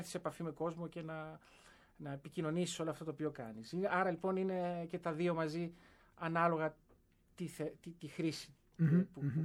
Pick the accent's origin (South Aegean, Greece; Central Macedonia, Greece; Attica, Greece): Attica, Greece; Athens; Στην Αθήνα.